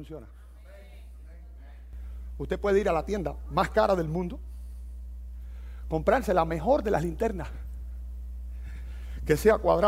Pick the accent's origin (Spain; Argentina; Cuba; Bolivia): Cuba; now in United States; Nosotros en Cuba decimos paragüero.